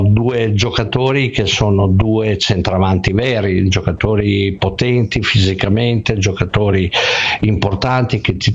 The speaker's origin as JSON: {"language": "Italian", "town": "Bologna", "region": "Emilia-Romagna", "country": "Italy", "said": "come diciamo noi a Bologna, fai una bella lingua lunga"}